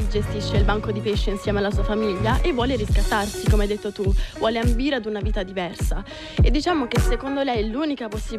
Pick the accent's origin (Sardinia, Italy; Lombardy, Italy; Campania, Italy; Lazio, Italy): Lazio, Italy; Rome; essendo io romana.